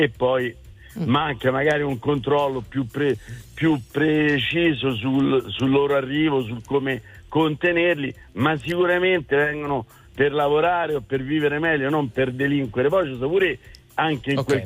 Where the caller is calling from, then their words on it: Civitavecchia, Lazio, Italy; Io sono a Civitavecchia.